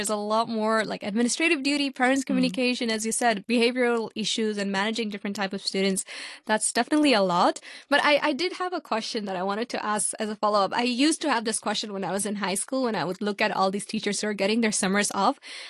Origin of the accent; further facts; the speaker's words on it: Hong Kong; growing up in Hong Kong